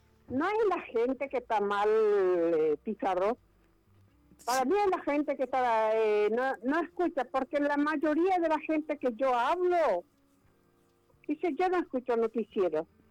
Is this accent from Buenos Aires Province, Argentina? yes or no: yes; Moreno, Buenos Aires Province, Argentina; Yo soy de Moreno.